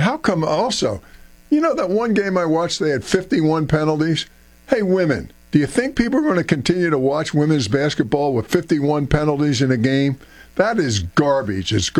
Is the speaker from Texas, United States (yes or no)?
no; New Jersey, United States; when I was a young man in South Jersey, when I say young man, 7 or 8 years old